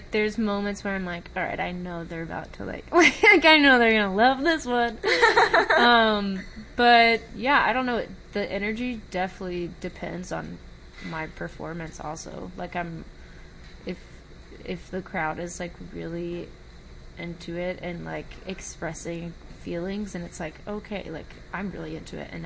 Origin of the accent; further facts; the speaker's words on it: Atlanta, Georgia, United States; I'm an artist from Atlanta.